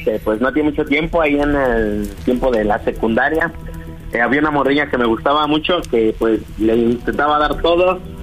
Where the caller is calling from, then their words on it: Ecatepec de Morelos, State of Mexico, Mexico; Tengo 19 años, le llamo aquí del Ecatepec de Morelos.